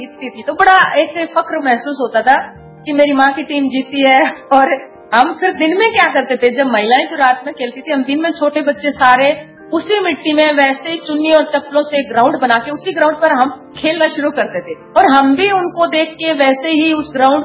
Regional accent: Haryana, India; हमारे गांव में हरियाणा में फागुन का महीना आता है, देसी महीना

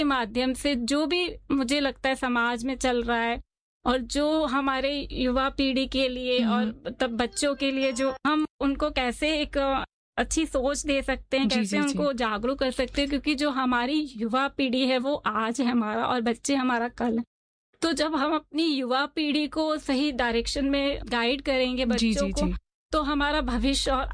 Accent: Kanpur, Uttar Pradesh, India; मैं basically UP Kanpur की रहने वाली हूँ, और हमारे यहाँ जैसे गंगा नदी है

